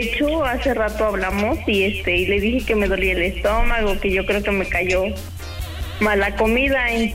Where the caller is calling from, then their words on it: San Felipe Teotlalcingo, Puebla, Mexico; No, soy poblana, auténtica.